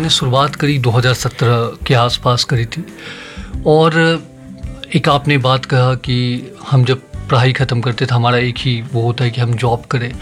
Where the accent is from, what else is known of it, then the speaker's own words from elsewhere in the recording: Bihar, India; now in Delhi, India; मैं जब दिल्ली, मैं बिहार से बिलोंग करता हूँ, मैं जब दिल्ली आया